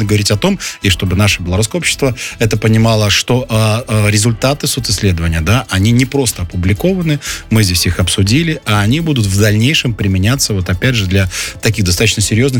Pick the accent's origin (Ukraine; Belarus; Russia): Belarus